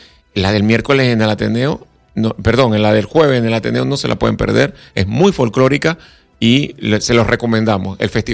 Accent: Panama; Como buenos panameños estamos acostumbrados a eso.

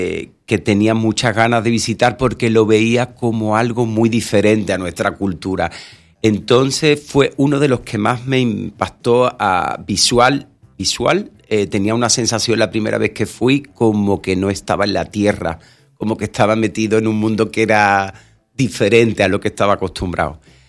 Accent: Seville, Andalusia, Spain; No soy el típico sevillano de mi ciudad, es la mejor y por supuesto que es bonita

